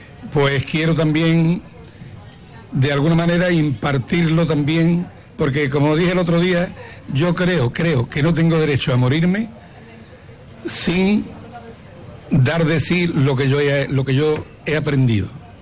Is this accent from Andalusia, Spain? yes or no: yes; Lepe, Andalusia, Spain; yo soy... como el propio nombre indica, de Lepe, soy lepero, por todos los cuatro costados. Estoy muy, muy vinculado a mi tierra. La extraño, la quiero